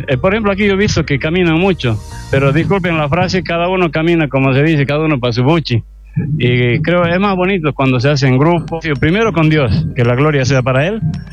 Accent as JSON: {"language": "Spanish", "town": "Bermejo", "region": "Tarija", "country": "Bolivia", "said": "voy a llegar a mi tierra, a Bermejo."}